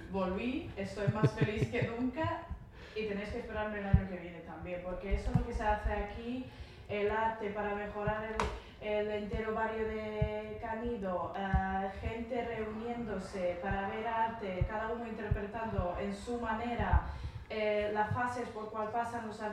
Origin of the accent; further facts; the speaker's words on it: Montenegro; Spanish is a second language; moved away; Vengo de Montenegro